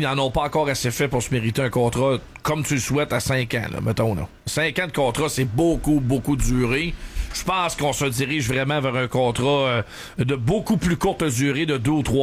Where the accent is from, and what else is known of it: Montreal, Quebec, Canada